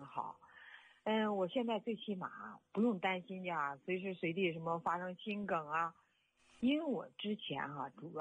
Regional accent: Shijiazhuang, Hebei, China; 我是石家庄的一名退休老师。

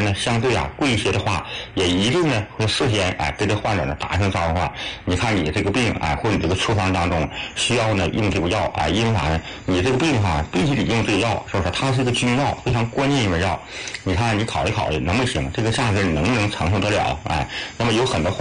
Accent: China; 咱们中国人

